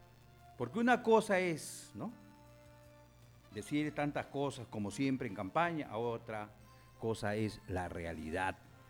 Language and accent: Spanish; Peru; Yo estoy por el Perú, como cualquier peruano. Quiero que le vaya bien a mi patria